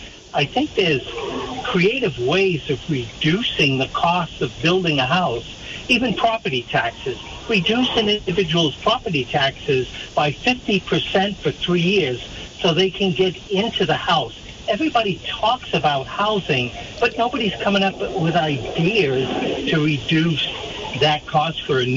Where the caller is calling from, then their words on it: Northfield, Vermont, United States; I'm from Northfield.